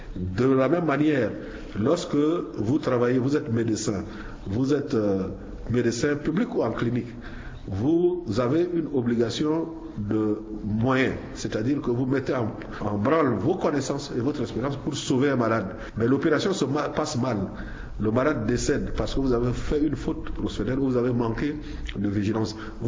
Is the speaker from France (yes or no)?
no; Central African Republic; Chez nous, en Centrafrique